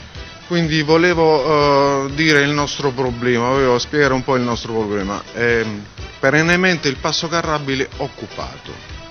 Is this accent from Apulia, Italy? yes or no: yes; Apulia, Italy; insieme a mio fratello Giovanni